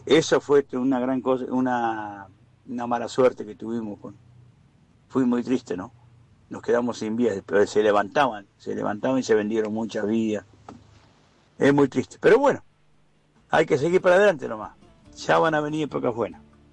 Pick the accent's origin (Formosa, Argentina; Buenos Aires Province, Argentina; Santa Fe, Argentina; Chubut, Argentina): Buenos Aires Province, Argentina; Azul; also born or lived in Tapalqué; Ando continuamente en ruta, bueno, soy de Azul. Yo me acuerdo entre el gobierno de Menem y el gobierno de Onganía, yo era chico, empezaron a levantar vía y yo me acuerdo qué lástima, soy nacido en Tapalquín.